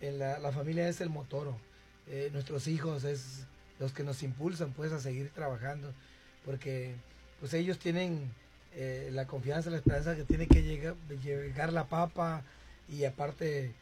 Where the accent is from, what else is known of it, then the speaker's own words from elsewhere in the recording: Tabasco, Mexico; now in Ciudad Juárez, Mexico; Y venimos de Tabasco.